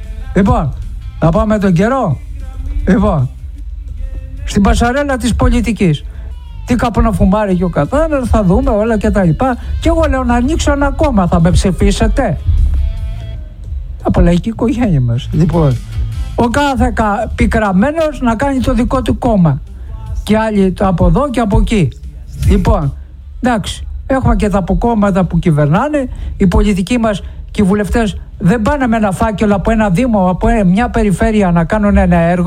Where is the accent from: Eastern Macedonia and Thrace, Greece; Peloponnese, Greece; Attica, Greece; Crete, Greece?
Peloponnese, Greece; now in Kalamata, Greece; κατάγομαι από την Τριφυλία